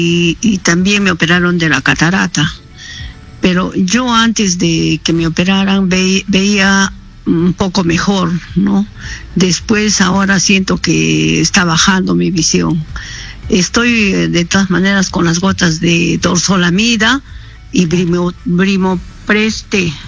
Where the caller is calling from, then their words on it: Arequipa, Peru; Yo soy de Arequipa